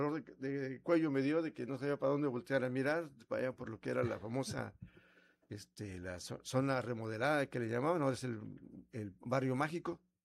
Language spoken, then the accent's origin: Spanish; Puebla, Mexico; now in Tabasco, Mexico; yo vengo del estado de Puebla, donde hay unos riachuelitos